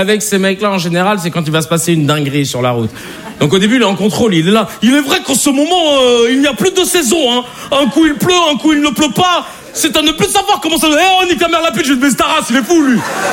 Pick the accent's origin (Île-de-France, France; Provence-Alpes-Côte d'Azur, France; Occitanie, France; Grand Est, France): Île-de-France, France; Paris; Vous savez, j'ai grandi à Paris dans le 19e et ensuite j'ai déménagé dans une ville qui s'appelle Arcueil au sud de Paris.